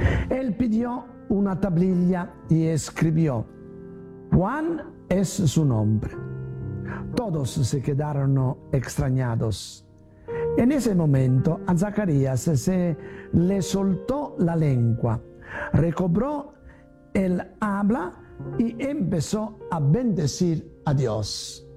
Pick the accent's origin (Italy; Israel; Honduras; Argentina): Italy; now in Van Nuys, United States